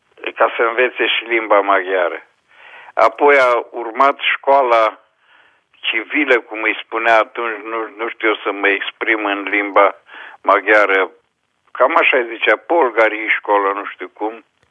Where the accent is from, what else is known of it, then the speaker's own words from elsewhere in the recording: Săbolciu, Bihor County, Romania; now in Bucharest, Romania; Originar sunt din Crișana, la o distanță de 18 km de Oradea, pe drumul spre Cluj. Pe malul Crișului Repede, în zăvoaiele Crișului, mi-am petrecut copilăria, fiindcă m-am născut într-un sat care se numește Săbolciu, un sat eminamente românesc și ortodox.